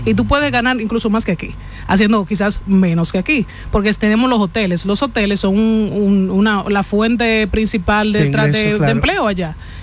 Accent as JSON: {"language": "Spanish", "country": "Dominican Republic"}